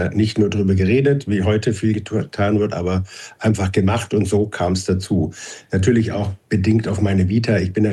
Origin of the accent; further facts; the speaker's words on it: Baden-Württemberg, Germany; Ja, ich komme aus dem Schwabenland, ja